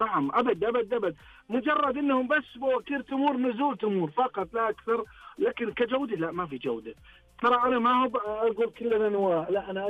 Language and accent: Arabic; Al-Qassim, Saudi Arabia; عندنا بالقصيم